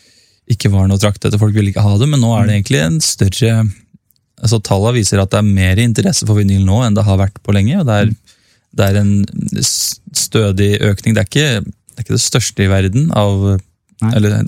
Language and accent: Norwegian; Gjøvik, Innlandet, Norway; moved away as an adult; also born or lived in Trøndertun Folkehøyskole; Ja, jeg født på Gjøvik sykehus og vokste opp I Bybrå.